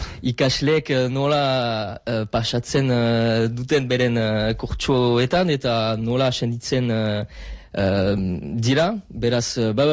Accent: La Bastide-Clairence, Nouvelle-Aquitaine, France; Basque is a second language; moved away as an adult; also born or lived in Paris; Bastidakoa naiz

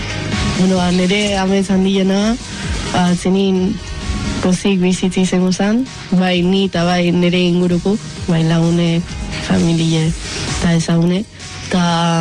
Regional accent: Azpeitia, Basque Country, Spain; nire Azpeitiarra naiz, da 17 urte azket

